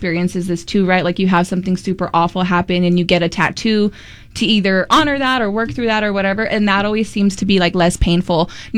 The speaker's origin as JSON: {"language": "English", "town": "Salt Lake City", "region": "Utah", "country": "United States", "tie": "born or raised there", "said": "I grew up in Rose Park here in Salt Lake"}